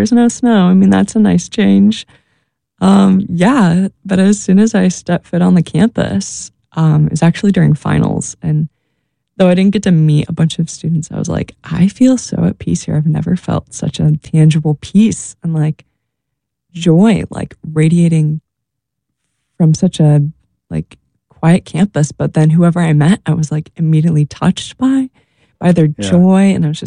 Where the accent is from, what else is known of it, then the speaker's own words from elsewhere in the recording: Illinois, United States; also born or lived in Wisconsin / Ohio; Yeah, so I grew up like around the Midwest. I was born in Milwaukee, but we mainly lived in Illinois, moved to Ohio, and back in Illinois for most of my life.